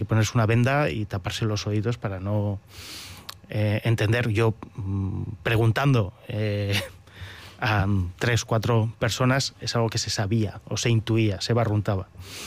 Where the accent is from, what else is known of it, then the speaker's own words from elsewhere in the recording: Rentería, Basque Country, Spain; mi municipio, de donde soy yo, que soy de Rentería